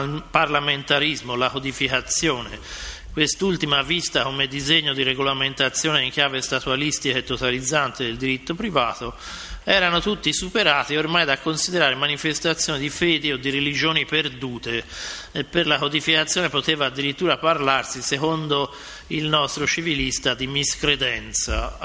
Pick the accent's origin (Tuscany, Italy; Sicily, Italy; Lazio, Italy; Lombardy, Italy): Tuscany, Italy; Florence; in quanto fiorentino